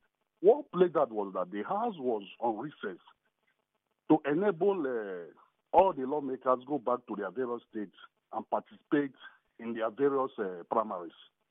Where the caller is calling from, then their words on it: Port Harcourt, Rivers, Nigeria; I'm calling from Elelewo.